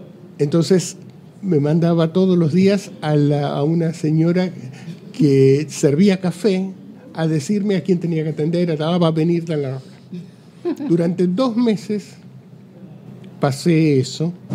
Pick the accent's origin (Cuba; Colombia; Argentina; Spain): Argentina; Buenos Aires; born there; Y yo soy de pleno centro, nací en Corrientes y Talcahuano, claro.